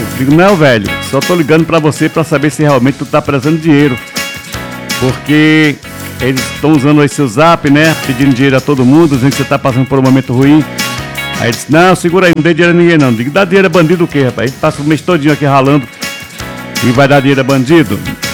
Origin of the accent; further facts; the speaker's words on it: Northeast Region, Brazil; Eu sou nordestino, cabo retado, eu gosto mais de comida nordestina.